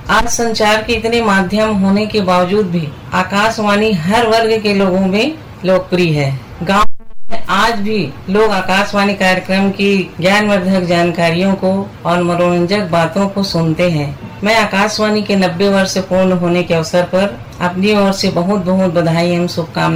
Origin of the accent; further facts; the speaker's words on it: Gunderdehi, Balod district, Chhattisgarh, India; गुंडरदी जिला बालोद की रहने वाली हूं।